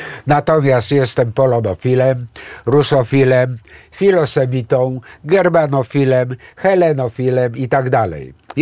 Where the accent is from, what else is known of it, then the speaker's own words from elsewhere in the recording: Greece; Ja jestem Grekiem.